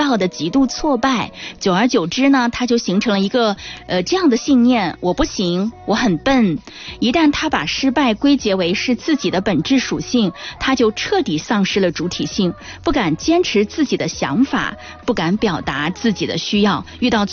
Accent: China; 我们中国人有一句老话

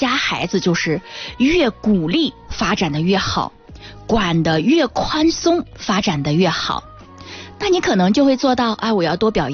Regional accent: China; 对于我们中国人来说呢

